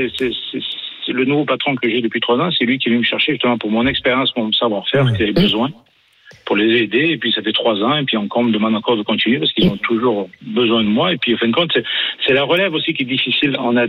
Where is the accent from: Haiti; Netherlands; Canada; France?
Canada; Quebec; moved away; et puis moi, je suis d'origine du Québec, et chez moi, la retraite est à 67 ans depuis longtemps.